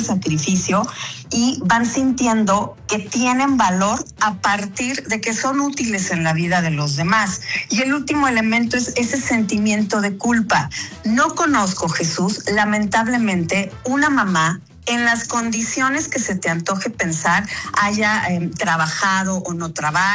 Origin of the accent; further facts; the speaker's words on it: Mexico; nosotros como mexicanos festejamos